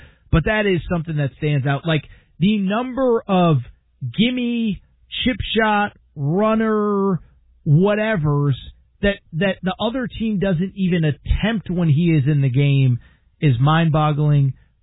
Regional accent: Connecticut, United States; growing up in Connecticut, we watch basketball.

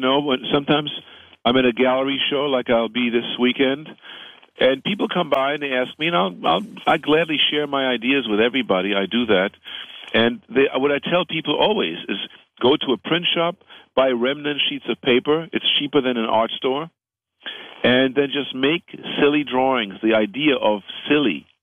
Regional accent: China; also born or lived in Berlin, Germany; I was born in Berlin. But, you know, I was raised in China

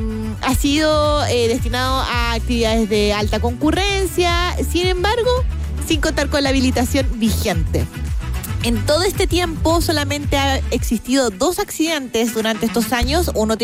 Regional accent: Calama, Antofagasta, Chile; Lo estoy diciendo yo, que soy de Calama.

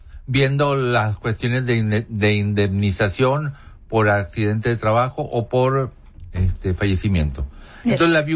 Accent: Mexico; Somos mexicanos.

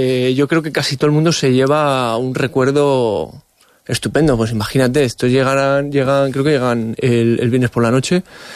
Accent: Espejo de Tera, Castile and León, Spain; Está feo que lo diga yo porque es mi pueblo

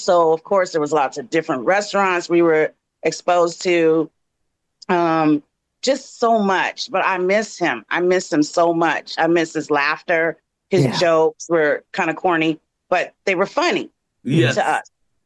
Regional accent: Oakland, California, United States; born there; I was born in Oakland.

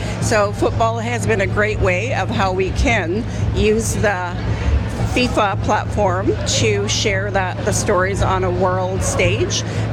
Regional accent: British Columbia, Canada; I'm from Squamish Nation on my mom's side and Nuchana from Heshkwata on my dad's side, so two totally different languages.

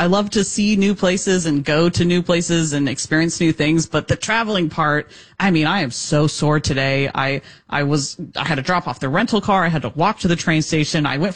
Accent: United States; I don't. I definitely don't. So, I'm all American.

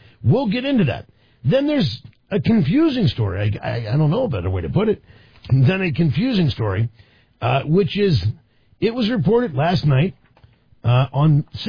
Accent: East Coast, United States; growing up on the East Coast, I used to go to the beach every summer.

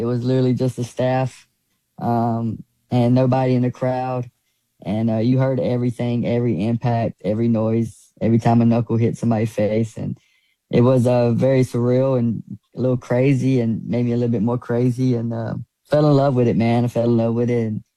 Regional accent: Pembroke, North Carolina, United States; Yeah, I grew up in Pembroke, North Carolina. It's pretty rough. It's still rough. It's a place where everybody knows everybody, but we have one of the worst crime rates in North Carolina, and one of the worst cities in North Carolina.

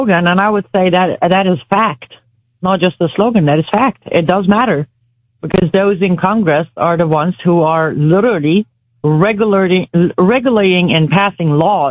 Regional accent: Iran; moved away; I was born and raised in 1983 in Islamic Republic of Iran. I did not play a role in the revolution, people. If I was there, I would have stopped it. I was born into the Islamic country, into an Islamic family, a Quran teacher as mother and a sheikh as a father.

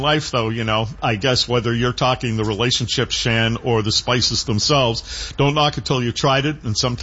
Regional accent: Gilbert Plains, Manitoba, Canada; I'm from Gilbert Plains, Manitoba, and hot sauce and spice and that kind of thing was just not part of our life.

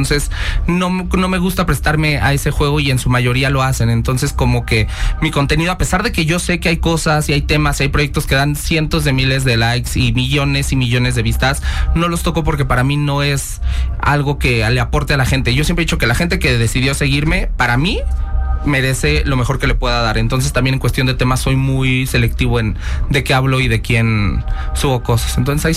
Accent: San Cristóbal de las Casas, Chiapas, Mexico; Yo viví en mi pueblo, Adeli, allá en San Cristóbal de las Casas. Entonces yo así, comiéndome mi tamal de chipilín e informándole a la nación.

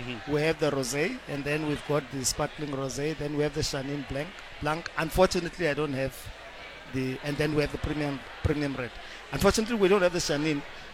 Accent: Northern Cape, South Africa; I'm from the Northern Cape originally.

